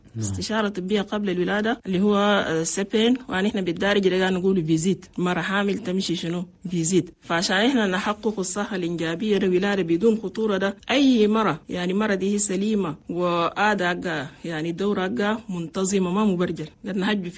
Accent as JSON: {"language": "Arabic", "country": "Chad", "said": "لأننا نحن عندنا في تشاد نسبة موت عن الأمهات"}